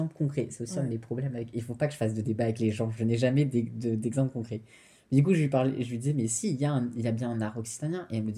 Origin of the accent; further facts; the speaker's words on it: Réunion, France; Et c'est pas parce qu'on est français que La Réunion n'a pas sa propre culture